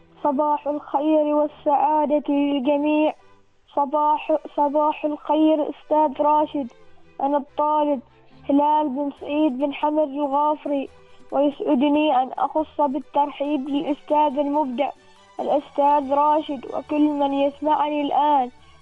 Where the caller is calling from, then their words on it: Rustaq, Al Batinah South, Oman; من الرستاق وادي بني غافر، وتحديدا في قرية يقا